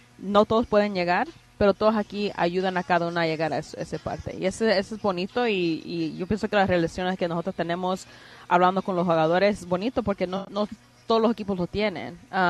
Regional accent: El Salvador; saber que hay una mujer en los deportes, también salvadoreña, que está orgullosa

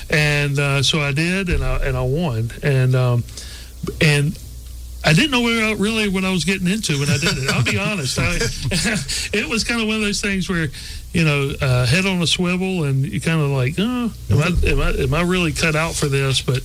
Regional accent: Alabama, United States; born or raised there

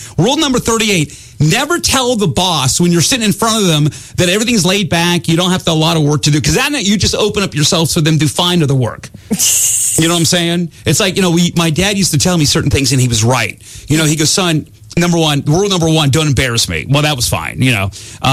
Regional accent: Scotland, United Kingdom; he thinks like me, I'm Scottish.

